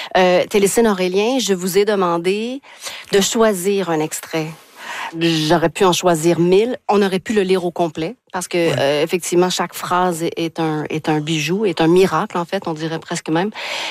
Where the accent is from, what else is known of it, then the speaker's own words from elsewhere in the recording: Quebec, Canada; à nous, Québécois, Canadiens francophones